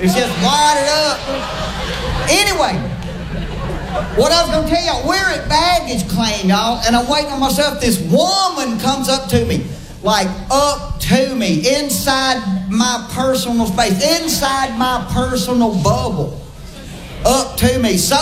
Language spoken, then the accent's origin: English; the South, United States; You know, we're from the South, we're nice.